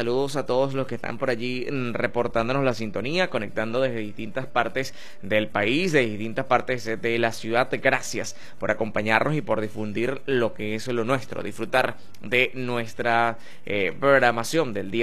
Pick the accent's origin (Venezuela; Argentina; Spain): Venezuela; lo que nos representa como venezolanos